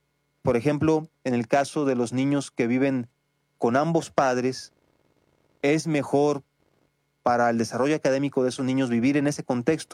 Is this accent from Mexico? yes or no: yes; Mexico